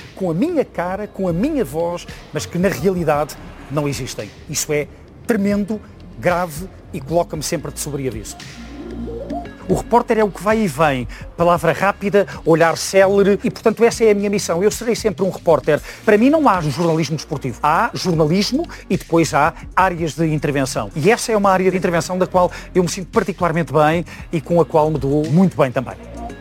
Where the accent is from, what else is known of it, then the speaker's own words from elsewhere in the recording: Amadora, Lisbon, Portugal; now in Azores, Portugal; 58 anos, nascido em Lisboa, criado na Amadora e a viver nos Açores. Sou lisboeta, da freguesia da Pena, que entretanto foi extinta. A ligação aos Açores é paternal e maternal. Eu sou lisboeta, filho de um feialense e de uma terceirense.